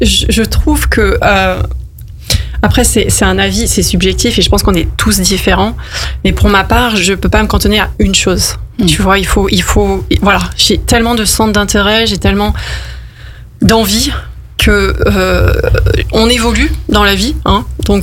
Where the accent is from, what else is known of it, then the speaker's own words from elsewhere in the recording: Auvergne-Rhône-Alpes, France; born there; je suis savoyarde de naissance.